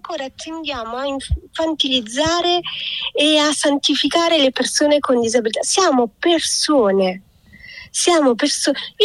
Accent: Apulia, Italy; Comunque io sono pugliese.

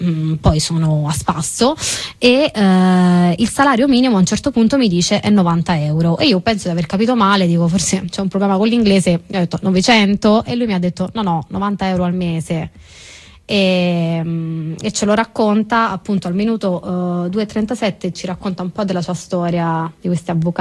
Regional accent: Calabria, Italy; born there; now in Prato, Italy

